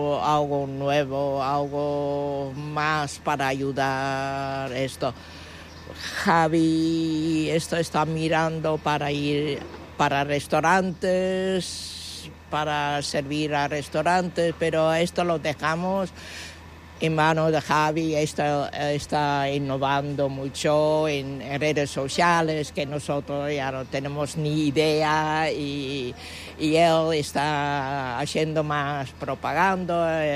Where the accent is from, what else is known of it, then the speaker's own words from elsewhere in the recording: Netherlands; Spanish is a second language; moved away; soy era holandesa, i al principi pues, el castellà no me iba más o menos bien, pero tampoco.